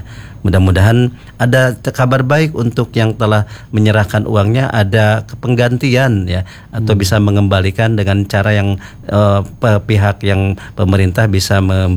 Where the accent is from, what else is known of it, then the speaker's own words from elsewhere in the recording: Bogor, West Java, Indonesia; katanya di saya orang Bogor juga tuh.